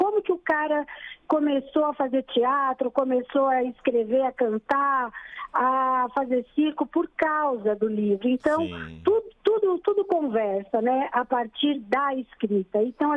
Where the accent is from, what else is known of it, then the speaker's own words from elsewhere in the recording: São Paulo, Brazil; eu sou de São Paulo